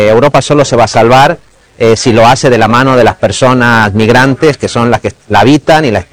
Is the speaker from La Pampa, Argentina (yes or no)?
no; Tucumán, Argentina; born there; moved away; el norte en el que nací, en Tucumán